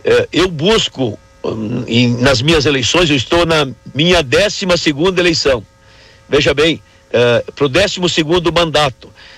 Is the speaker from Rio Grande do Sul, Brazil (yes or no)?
yes; Rio Grande do Sul, Brazil; Eu sou gaúcho da gema, né?